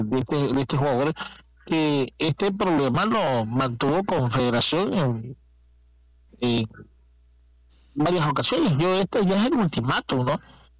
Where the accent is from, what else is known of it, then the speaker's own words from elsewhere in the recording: Ecuador; Como todo ecuatoriano, profe, aquí en el Ecuador nosotros ya nos conocemos